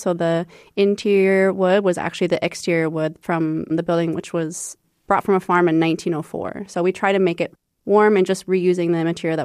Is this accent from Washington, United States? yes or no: yes; Washington, United States; moved away as an adult; now in Fargo, United States; and we came from Washington State, and we saw a gap in the industry that what Fargo had to offer.